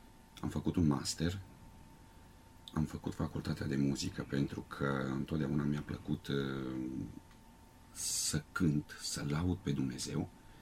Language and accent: Romanian; Vidra, Alba County, Romania; now in Sebeș, Romania; Locul copilăriei sau locurile natale sunt Munții Apuseni, Comuna Vidra